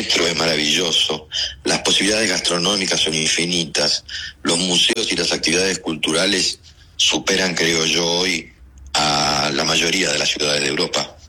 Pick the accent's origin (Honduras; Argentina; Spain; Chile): Argentina; Villa Devoto, Buenos Aires; Sí, yo nací y me crié en Devoto hasta los 15 años, sí.